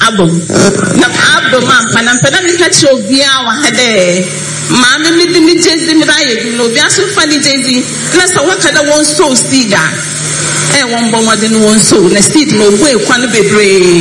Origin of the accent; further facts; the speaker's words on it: Ashaiman, Greater Accra, Ghana; … in the business, and I'm from Ashaman, Asiyana Meson.